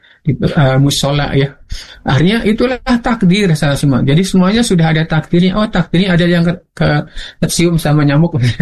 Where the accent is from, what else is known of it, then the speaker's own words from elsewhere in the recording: Indramayu, West Java, Indonesia; saya asli Indramayu, lahir